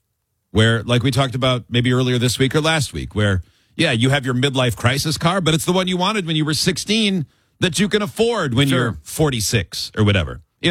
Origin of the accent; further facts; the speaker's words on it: Midland, Michigan, United States; near where I grew up in Midland Bay City in Saginaw, Michigan.